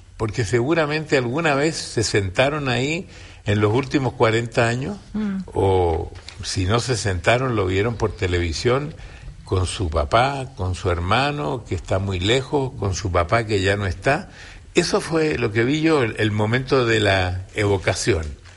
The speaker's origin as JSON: {"language": "Spanish", "country": "Chile", "said": "cada vez que ha habido una necesidad, yo he venido porque yo soy chileno."}